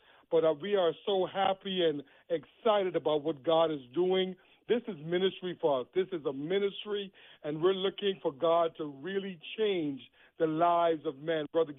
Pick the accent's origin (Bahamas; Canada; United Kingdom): Bahamas; moved away as an adult; also born or lived in Alabama; now in North Carolina, United States; So I'm originally from the Bahamas, and now I left the Bahamas, I went to school in Alabama, ended up moving from Alabama because they called me down to North Carolina